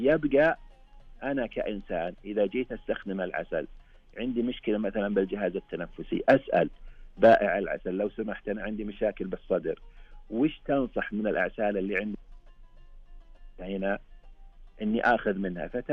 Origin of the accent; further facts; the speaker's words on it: Saudi Arabia; عندنا بالمملكة العربية السعودية